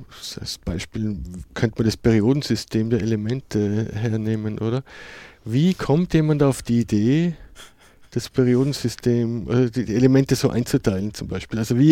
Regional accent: Tyrol, Austria; in Tirol aufgewachsen und da war der erste Mensch der Adam.

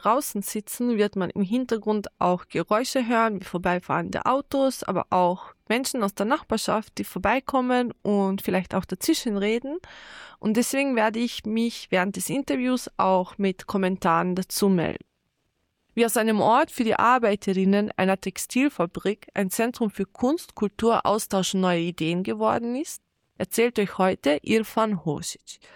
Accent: Bihać, Federation of Bosnia and Herzegovina, Bosnia & Herzegovina; now in Austria; Für mich war diese Reise etwas ganz Besonderes, denn Bihać ist meine Heimatstadt und meine Tante wohnt nur wenige Schritte von Krak entfernt.

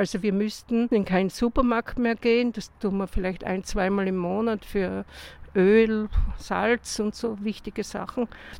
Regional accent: Jamm, Styria, Austria; moved away; ich komme auch aus Jam bei St. Anna am Maigen.

